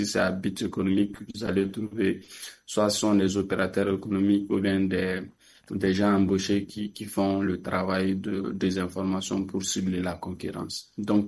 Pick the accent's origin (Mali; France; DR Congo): Mali; chez nous, au Mali